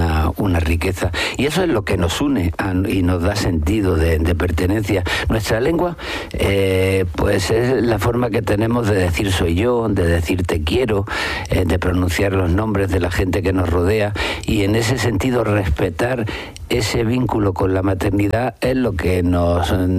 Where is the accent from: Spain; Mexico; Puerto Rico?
Spain; Granada, Andalusia; Yo nací en Granada, me he educado en Granada, pero estoy muy relacionado con Cádiz. Tengo una casita en la bahía de Cádiz